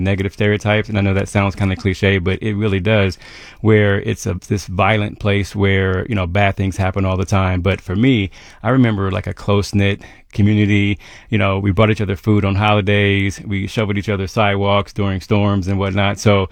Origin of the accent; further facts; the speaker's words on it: Columbus, Ohio, United States; I'm from Columbus's East Side. We call it well, I guess they call it now the King Lincoln District, or Bronzeville, as it was called back in the day.